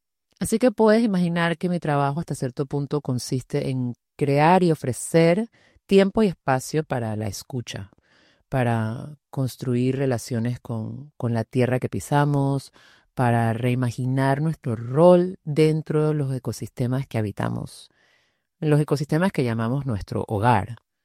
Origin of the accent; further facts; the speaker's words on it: Panama; now in Mallorca, Spain; Yo nací y crecí en Panamá, tengo raíces caribeñas y británicas, y actualmente vivo en Mallorca con mi compañero de vida y mis dos hijos.